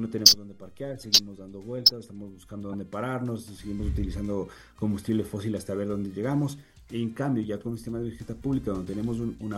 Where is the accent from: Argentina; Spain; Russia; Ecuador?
Ecuador; Quito, Pichincha; dejar el sedentarismo como quiteños